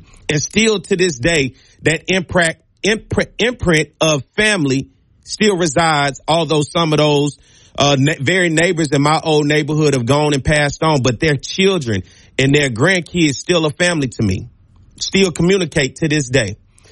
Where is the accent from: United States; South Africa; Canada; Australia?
United States; Arkansas; also born or lived in Chicago, United States; I can't expect everybody to understand my background or where I'm from, even that's black in Baton Rouge, because I grew up in Arkansas and in Chicago.